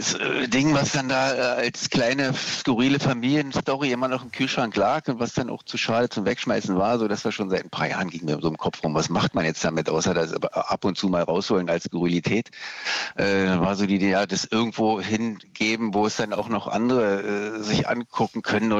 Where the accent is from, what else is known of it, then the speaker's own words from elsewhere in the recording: East Germany, Germany; in einer Bandbreite, wie wir das vorher als Ossi gar nicht kannte